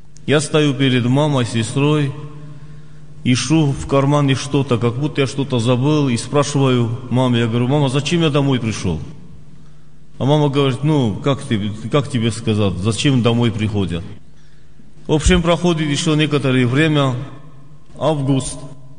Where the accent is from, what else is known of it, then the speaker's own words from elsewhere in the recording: North Ossetia–Alania, Russia; moved away; also born or lived in Georgia; Я из Северной Осетии, жил в Грузии.